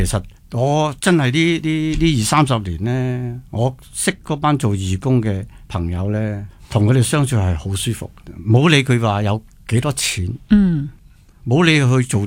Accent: Hong Kong; 我哋香港人咧，因为我哋香港其实唔学拼音嘅。

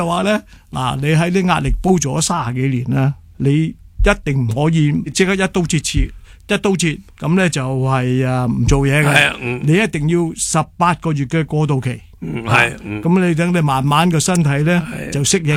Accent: Hong Kong; 我系香港土生土长嘅人啦。我成长过程，好多人咧，香港帮咗我嘅。

